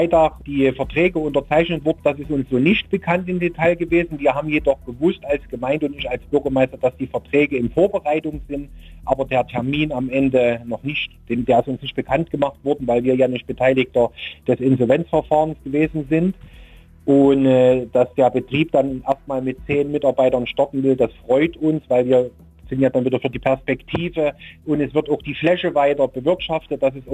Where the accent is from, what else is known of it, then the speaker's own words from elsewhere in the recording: Elstertrebnitz, Saxony, Germany; Da die Firma den Verein bei uns in Elster-Triebnis auch bei den Ortsanliegen sehr viel, sagen wir mal, finanziell und materiell mit unterstützt hat